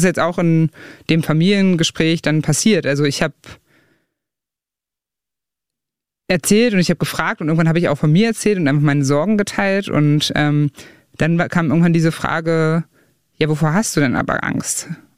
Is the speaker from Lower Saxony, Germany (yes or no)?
no; Saxony-Anhalt, Germany; Also weil ich habe das Gefühl, dass da in Teilen Ostdeutschlands und Sachsen-Anhalt und der Altmark, wo ich herkomme, dass da so eine Parallelöffentlichkeit und Parallelwelt so ein bisschen entsteht